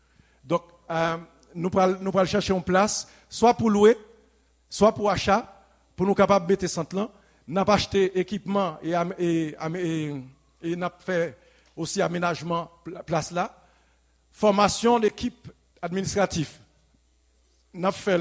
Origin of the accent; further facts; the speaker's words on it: Haiti; moved away; en tant que haïtien